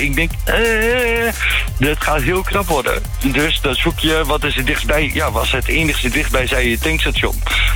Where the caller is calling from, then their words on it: Overijssel, Netherlands; Ik kom uit Twente.